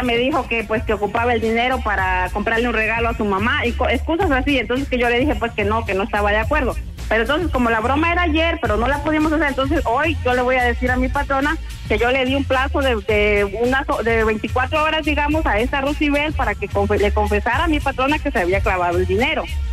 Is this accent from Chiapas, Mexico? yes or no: yes; Chiapas, Mexico; now in United States; Yo soy originaria de Chiapas.